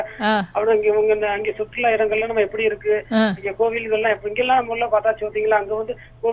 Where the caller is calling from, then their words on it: Sathankudi, Ramanathapuram, Tamil Nadu, India; நான் ராமநாதபுரம் சாத்தன்குடியில இருந்து